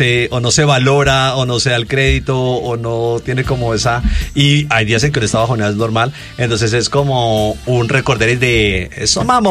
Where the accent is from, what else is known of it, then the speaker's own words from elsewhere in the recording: Spain; Me dice esta, dice, ¿dónde eres? Y yo, de España.